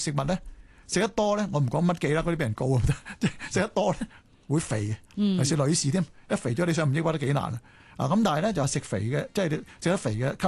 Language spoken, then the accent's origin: Cantonese; Hong Kong; 我哋香港人都幾急，你聽我講嘢急啦